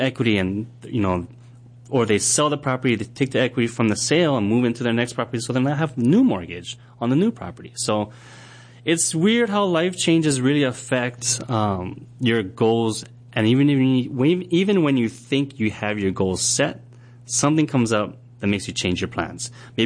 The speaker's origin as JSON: {"language": "English", "town": "Kaneohe", "region": "Hawaii", "country": "United States", "tie": "born or raised there", "said": "I grew up in Kaneohe."}